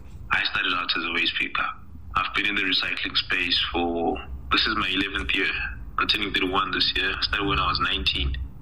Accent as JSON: {"language": "English", "town": "Johannesburg", "region": "Gauteng", "country": "South Africa", "tie": "born or raised there", "said": "growing up in the township. I'll tell you this, growing up in Soweto back then"}